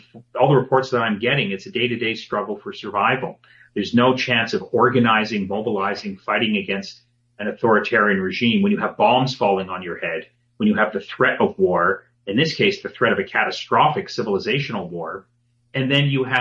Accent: Canada; You know, I'm Canadian, Ian, so we have, you know, a lot of friends and family who go to Cuba.

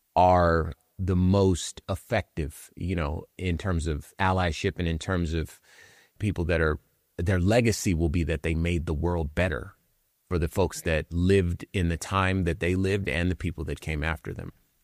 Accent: Compton, California, United States; You know, I'm from Compton.

